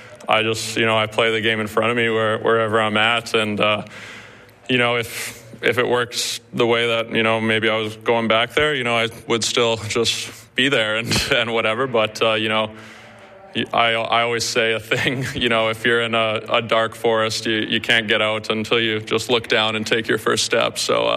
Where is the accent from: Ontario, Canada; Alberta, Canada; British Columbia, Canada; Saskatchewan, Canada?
Alberta, Canada; You know, I'm from Alberta, and it's a blessing to be here, that's for sure.